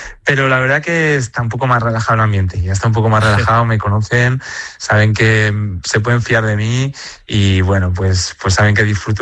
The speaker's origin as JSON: {"language": "Spanish", "town": "Calamocha", "region": "Aragon", "country": "Spain", "tie": "born or raised there", "said": "Es que al final yo me encuentro muy cómodo en mi tierra. Al final tenemos también, mira, hay una zona en mi pueblo, en Calamocha, que es igual al Cañón del Colorado"}